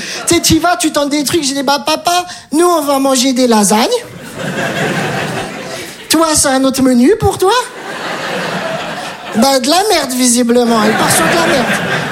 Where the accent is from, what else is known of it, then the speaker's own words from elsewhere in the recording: Metz, Grand Est, France; Je viens de Metz, j'ai tout abandonné.